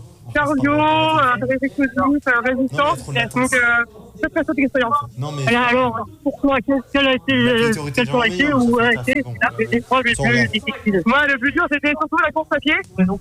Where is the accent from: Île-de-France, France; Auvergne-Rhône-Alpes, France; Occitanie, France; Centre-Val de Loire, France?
Centre-Val de Loire, France; Orléans; Je viens d'Orléans.